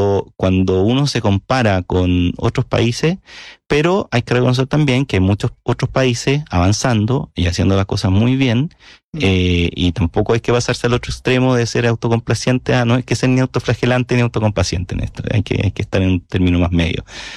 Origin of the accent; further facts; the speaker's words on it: Chile; los chilenos somos chilenos nomás